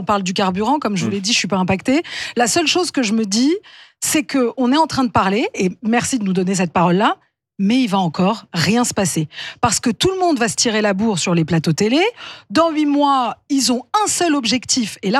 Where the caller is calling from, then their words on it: Paris, Île-de-France, France; moi je vis à Paris, j'ai cette chance-là, et je travaille à Paris, donc je bénéficie du métro et du Vélib de Madame Hidalgo et des autres.